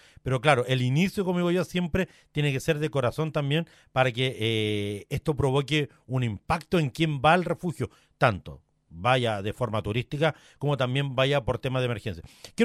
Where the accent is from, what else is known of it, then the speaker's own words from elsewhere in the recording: Araucanía, Chile; yo soy sureño y en el sur se estilaba mucho para el lado de Curacautín, Villarrica, para toda la zona de la Araucanía, de donde soy oriundo